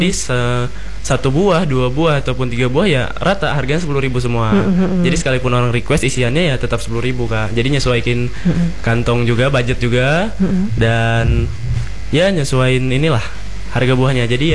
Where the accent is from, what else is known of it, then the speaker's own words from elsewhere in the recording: Palangka Raya, Central Kalimantan, Indonesia; sebagai warga Palangka yang sedang terkena kabut asap